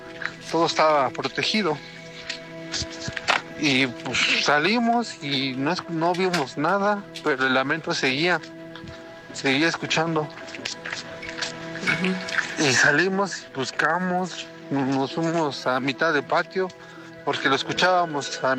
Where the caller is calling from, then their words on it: Pachuca, Hidalgo, Mexico; Soy de Pachuca, Hidalgo.